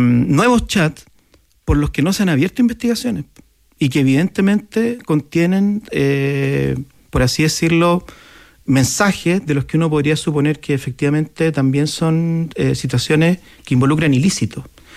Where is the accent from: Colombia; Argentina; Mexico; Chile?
Chile; una de las cosas que más probablemente nos ha dolido como chilenos